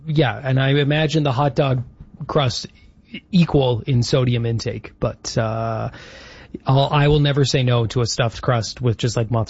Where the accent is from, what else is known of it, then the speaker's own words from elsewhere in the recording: Ireland; I'm Irish. I love cabbage, but I don't think I'd put cabbage on pizza.